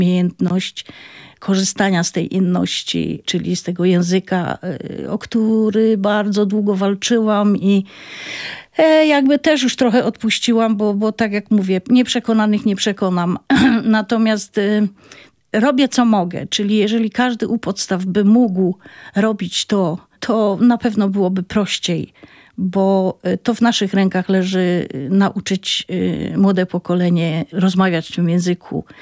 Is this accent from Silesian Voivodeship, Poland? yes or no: yes; Silesian Voivodeship, Poland; born there; accent: Silesian; first language Silesian; Polish is a second language; Ja się urodziłam w rodzinie śląskiej.